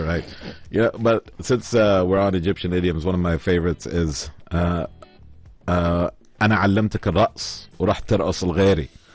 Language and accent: English; Oman; moved away as an adult; now in northern Oman; I'm from Sarada. We speak an entirely different language, okay? I don't know everything up here north yet.